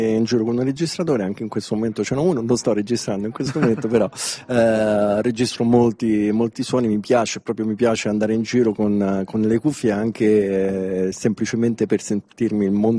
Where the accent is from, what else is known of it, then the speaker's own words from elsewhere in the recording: Rome, Lazio, Italy; Io vengo da Roma.